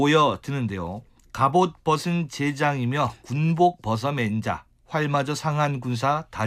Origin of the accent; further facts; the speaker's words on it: Tongyeong, South Gyeongsang, South Korea; 나는 섬사람이었지